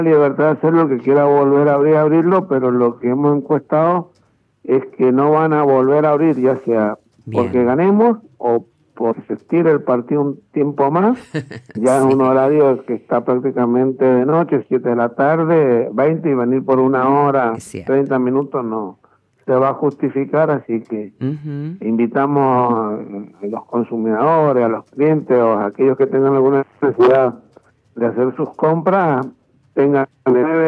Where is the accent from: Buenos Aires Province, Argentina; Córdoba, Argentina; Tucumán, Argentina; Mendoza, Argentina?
Mendoza, Argentina; muchos mendocinos la hemos dejado un costado